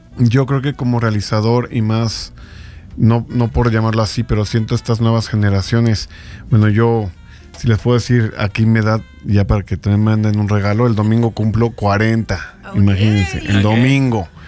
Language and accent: Spanish; San Luis Potosí, Mexico; also born or lived in Mexico City; Allá cuando yo vivía en México un tiempo, me decían, es que tú eres de provincia. Y yo, pues sí, carnal, es pero pues no es pasa nada. O sea, soy de San Luis.